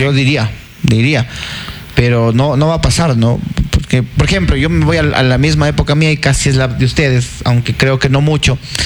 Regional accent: Ambato, Tungurahua, Ecuador; Nosotros, los de Ambato

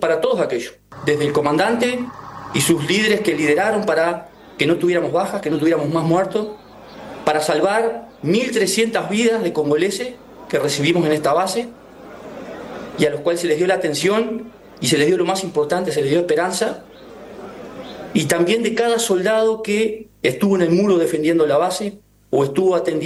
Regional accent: Uruguay

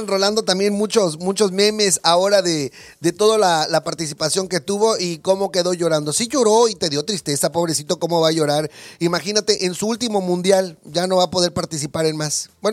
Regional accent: Mexico

